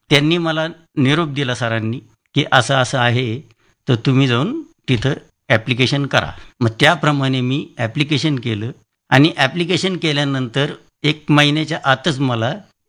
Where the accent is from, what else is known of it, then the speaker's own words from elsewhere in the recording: Bidkin, Maharashtra, India; माझं गाव आहे बिडकीन